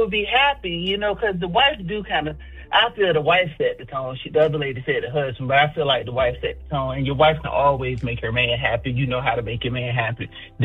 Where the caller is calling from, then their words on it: Virginia Beach, Virginia, United States; … from Virginia Beach.